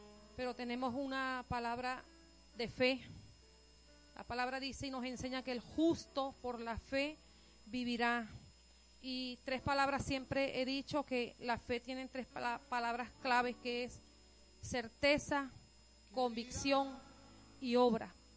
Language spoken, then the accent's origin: Spanish; Venezuela